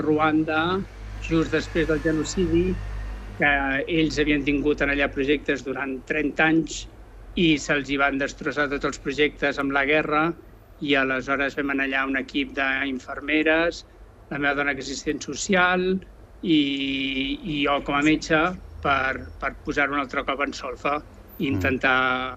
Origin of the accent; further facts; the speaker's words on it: Sant Cugat del Vallès, Catalonia, Spain; also born or lived in Barcelona; Doncs mira, jo vaig néixer a Barcelona, vaig viure els meus primers 10 anys a Montornès del Vallès i després vaig canviar de Vallès i he estat i crescut a Sant Cugat del Vallès.